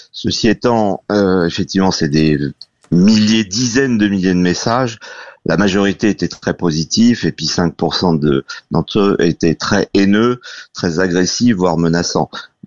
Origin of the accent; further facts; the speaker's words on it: France; à la base, je suis français, pas musulman